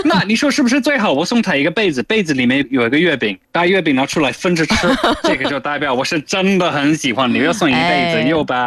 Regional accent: United Kingdom; Chinese is a second language; moved away; 以前我小时候在英国

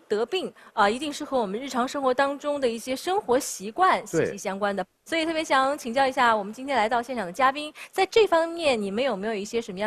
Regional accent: China; 我们中国人

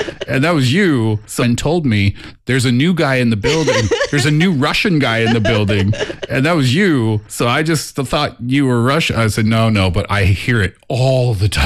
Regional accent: Canada; well, oh, whoa, I'm sorry, I'm Canadian.

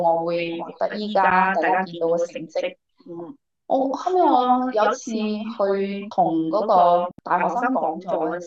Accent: Foshan, Guangdong, China; 其实我嚟自广东佛山。呢個城市嘅基因係好武俠啦，係嘛？功夫之城，全世界都聞名。

